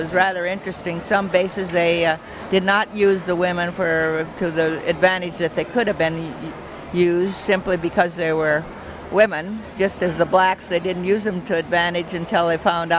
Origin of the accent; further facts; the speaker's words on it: Rochester, Minnesota, United States; I grew up near Rochester, Minnesota